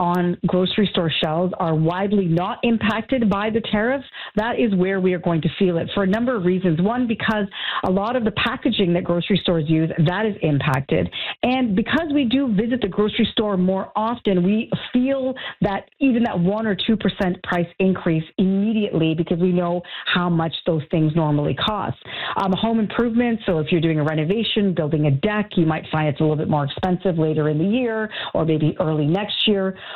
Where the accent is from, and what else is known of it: Canada